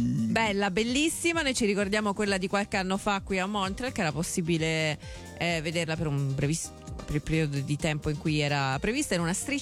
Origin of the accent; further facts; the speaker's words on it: Rome, Lazio, Italy; now in North America; per quelli del Nord sono Sud Italia perché sono di Roma.